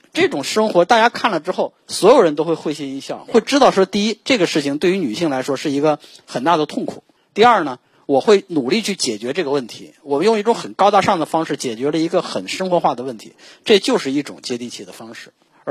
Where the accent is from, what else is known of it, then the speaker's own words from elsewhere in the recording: northern China, China; 我是北方人